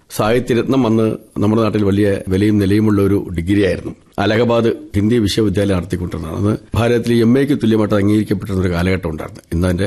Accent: Thiruvananthapuram, Kerala, India; ഞാൻ തിരുവനന്തപുരത്താണ് ജനിച്ചത്.

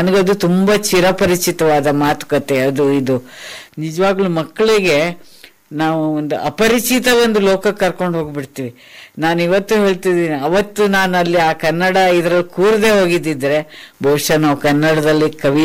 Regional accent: Shivamogga, Karnataka, India; first language Konkani; Kannada is a second language; also born or lived in Chikkamagaluru; ಅಲ್ಲಿಂದ ನಾನು 6 ತಿಂಗಳ ಮಗುವಾಗಿದ್ದಾಗ ಚಿಕ್ಕಮಂಗ್ಳೂರಿಂದ ಶಿವಮೊಗ್ಗಕ್ಕೆ ಬಂದಿದ್ದು. ಹಂಗಾಗಿ ನಾನು ಕಣ್ ತೆರೆದಿದ್ದು ಮಾತ್ರ ಚಿಕ್ಕಮಂಗ್ಳೂರ್ನಲ್ಲಿ, ಅಂದ್ರೆ ಮೊದಲ ಉಸಿರು ಪಡೆದದ್ದು ಚಿಕ್ಕಮಂಗ್ಳೂರಲ್ಲಿ.

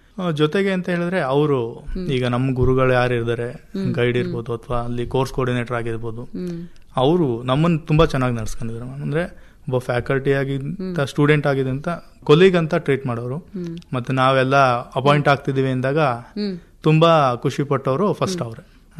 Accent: Thattegere, Karnataka, India; also born or lived in Belur / Mysore; ಪ್ರಾಥಮಿಕ ಶಿಕ್ಷಣ ಊರಲ್ಲೇ ಆಗಿದೆ ಮ್ಯಾಮ್, ತಟ್ಟೆಗೆರೆ.

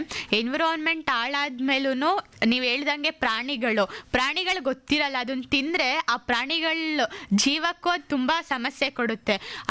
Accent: Mysore, Karnataka, India; moved away; ನಾವು ಮೈಸೂರವರು

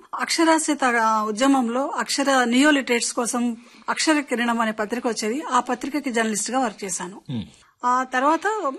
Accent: Adilabad district, Telangana, India; also born or lived in Mancherial; now in Hyderabad, India; నేను పుట్టింది వరంగల్ జిల్లాలో అండి. తర్వాత బాల్యం అంతా జరిగింది ఆదిలాబాద్ జిల్లాలో ఓ అడవంచి పల్లెలో, లక్సరిపేట దగ్గరలోని బుద్ధిపల్లి అనే గ్రామం అన్నమాట. అక్కడ పెరిగాను.

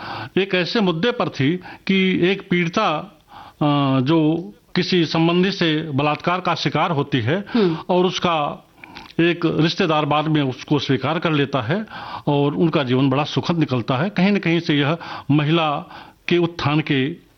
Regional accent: Azamgarh, Uttar Pradesh, India; जी मेरा जन्म 1964 में उत्तर प्रदेश के आजमगढ़ जिले के एक पिछड़े क्षेत्र में हुआ था। मेरी माताजी अध्यापिका थीं और उन्होंने शिक्षा पर शुरू से ही बड़ा जोर दिया। मेरी प्राथमिक शिक्षा गांव में हुई

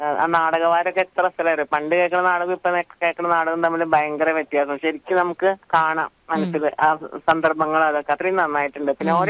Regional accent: Shoranur, Kerala, India; born there; ഞാൻ ഷൊർണൂരാണ് ജനിച്ചത്. കരുത്തിക്കറ എന്ന് പറഞ്ഞിട്ടൊരു ബന്ധപ്പെട്ട തീരത്തുള്ള ഒരു വീട്ടില്.

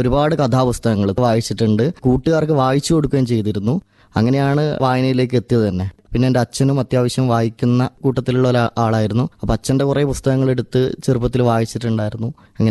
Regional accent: Mokeri, Kerala, India; എന്റെ വീട് കണ്ണൂർ ജില്ലയിലെ പാനൂരിനടുത്ത് മൊകേരിയാണ്.

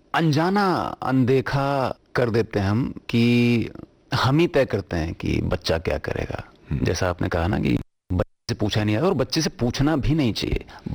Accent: Delhi, India; मैं दिल्ली में पैदा हुआ, पला बड़ा वहीं पे

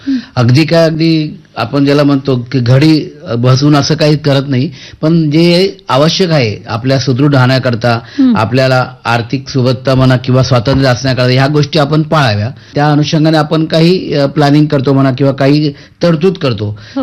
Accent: Mumbai, Maharashtra, India; मी ज्या भागात वाढलो, लालबाग परळ, मला माझ्या काकांनी 5 वर्षात असताना मुंबईला आणलं आणि त्यांनी माझ्या आयुष्याला आकार दिला.

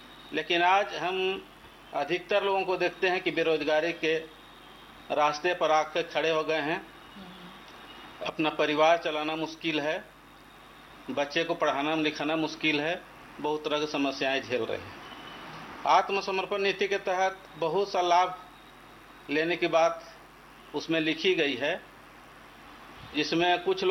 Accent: Palamu district, Jharkhand, India; ग्राम हितडीहा थाना मनातु पलामू जिला के रहने वाला हूँ

